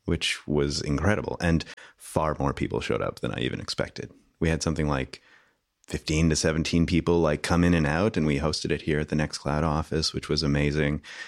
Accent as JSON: {"language": "English", "country": "Canada", "said": "As a Canadian, you know, you got to do the right thing."}